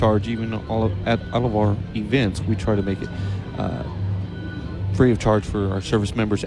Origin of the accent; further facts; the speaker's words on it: Dallas, Texas, United States; Born and raised in Dallas.